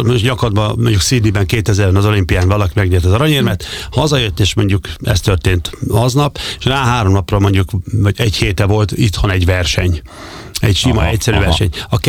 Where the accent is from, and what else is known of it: Gyula, Békés, Hungary; born or raised there